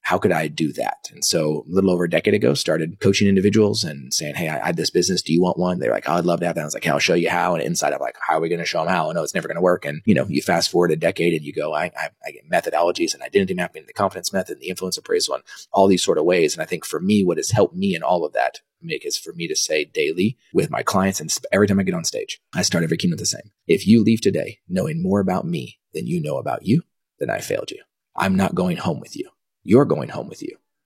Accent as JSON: {"language": "English", "town": "Dallas", "region": "Texas", "country": "United States", "tie": "born or raised there", "also_born_or_lived": "Kansas", "said": "So I was born in 1983. I was born in Kansas, only there for about a week. Came back to Dallas, and I wo"}